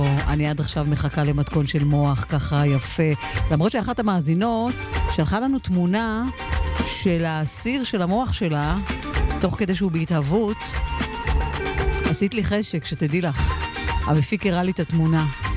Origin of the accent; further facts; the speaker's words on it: Tarum, Jerusalem District, Israel; אצלנו במושב תרום